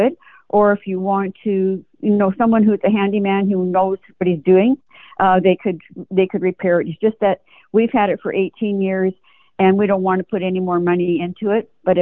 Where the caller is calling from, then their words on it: Portage la Prairie, Manitoba, Canada; Portage la Prairie.